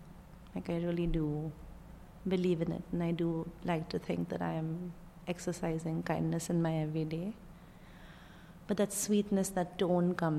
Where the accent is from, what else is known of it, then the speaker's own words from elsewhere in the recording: Mumbai, Maharashtra, India; moved away; I'm originally from Bombay, India.